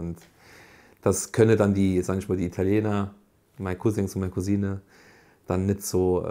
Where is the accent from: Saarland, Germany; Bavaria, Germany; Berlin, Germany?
Saarland, Germany; Saarbrücken; Und der Kopf ist deutsch. Wir sind Saarbrücker, ich bin Saarbrücker. Ich gehe am Leonerring spaziere, ja, und schwenke gern.